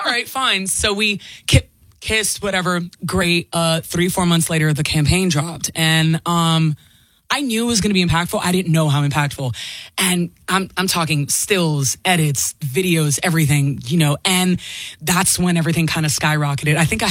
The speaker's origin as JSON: {"language": "English", "town": "Miami", "region": "Florida", "country": "United States", "tie": "born or raised there", "said": "So I grew up in Miami, 305 till I die forever."}